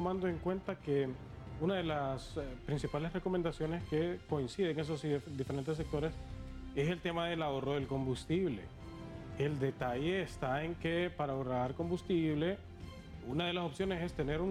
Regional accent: Honduras; estamos en un país pobre y que nos cuesta realmente como hondureños aplicar el ahorro

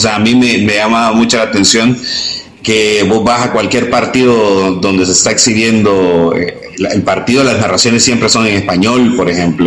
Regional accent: El Salvador; soy salvadoreño

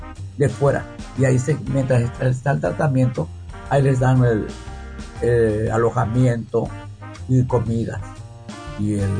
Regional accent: Marquelia, Guerrero, Mexico; moved away; en mi pueblo Marquela, yo ahí tengo un saloncito

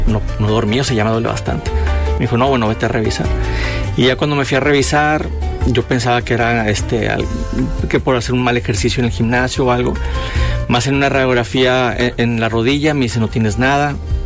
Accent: Monterrey, Nuevo León, Mexico; un regio orgulloso de ser de aquí

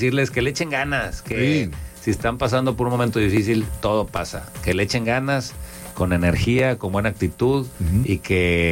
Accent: Monterrey, Nuevo León, Mexico; Como somos los regios echados para adelante

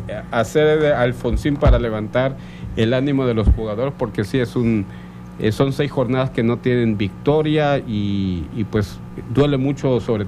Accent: Mexico

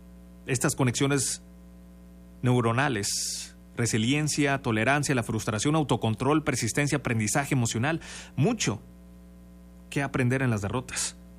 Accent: Mexico

